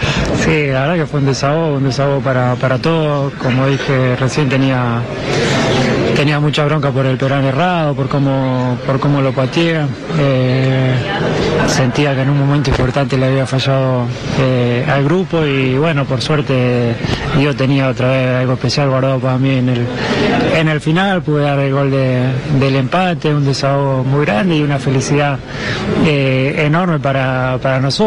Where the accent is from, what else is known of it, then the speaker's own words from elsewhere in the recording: Argentina; lo que somos como argentinos, el orgullo que nos da y nada, muy feliz.